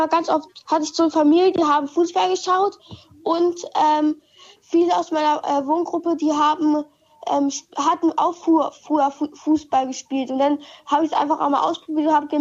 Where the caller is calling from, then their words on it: Goslar, Lower Saxony, Germany; Aus Goslar.